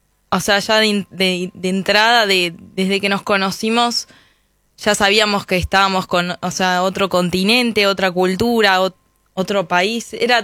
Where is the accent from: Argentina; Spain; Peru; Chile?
Argentina; apliqué para una working holiday, una visa que te deja ir un año legalmente como argentino viviendo legalmente en Francia.